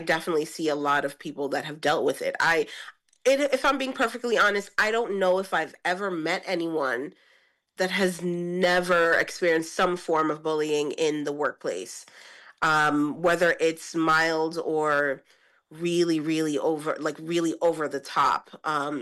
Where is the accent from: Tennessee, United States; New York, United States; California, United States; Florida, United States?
New York, United States; New York City; moved away as an adult; now in New Jersey, United States